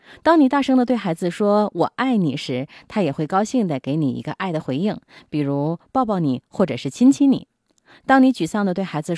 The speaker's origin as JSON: {"language": "Chinese", "country": "China", "said": "我们中国人其实在感情的表达上比较含蓄"}